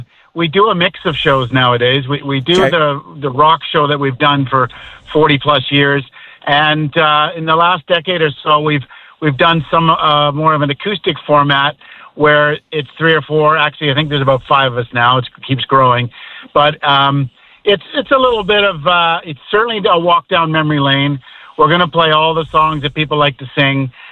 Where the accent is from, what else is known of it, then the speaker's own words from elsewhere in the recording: Ontario, Canada; born there; And my other brother, I was born in Ontario, but my father is from Grand Falls